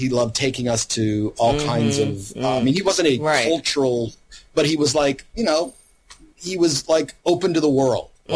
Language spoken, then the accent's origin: English; Louisiana, United States; I grew up mostly in Louisiana.